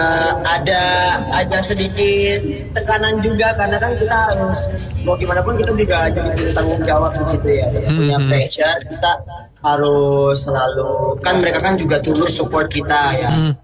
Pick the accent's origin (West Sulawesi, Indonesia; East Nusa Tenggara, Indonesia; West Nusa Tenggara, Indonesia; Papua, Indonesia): West Nusa Tenggara, Indonesia; Bima; di daerah aku, di daerah Biman, Tenggara Barat